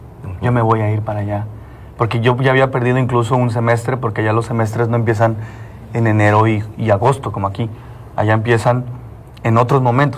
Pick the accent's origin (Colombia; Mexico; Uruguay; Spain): Mexico; así como somos los mexicanos